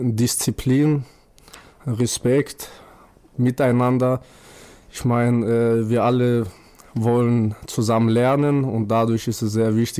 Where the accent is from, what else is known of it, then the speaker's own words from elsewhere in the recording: Dagestan, Russia; moved away; Ursprünglich bin ich aus Dagestan